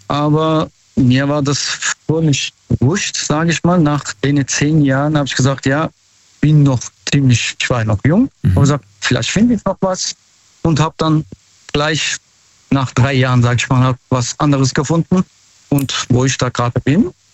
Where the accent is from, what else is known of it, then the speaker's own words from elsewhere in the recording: Mannheim, Baden-Württemberg, Germany; Aus Mannheim.